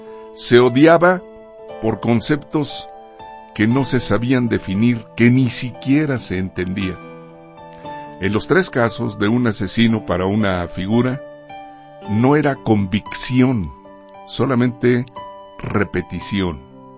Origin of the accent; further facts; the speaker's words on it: Mexico; estamos pagando en México